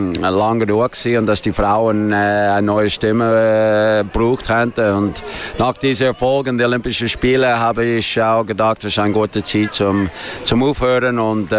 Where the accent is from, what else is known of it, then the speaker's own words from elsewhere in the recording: Steinhausen, Zug, Switzerland; Ich bin ein alter Steinhauser. Komme immer wieder gerne zurück zu meiner Heimat.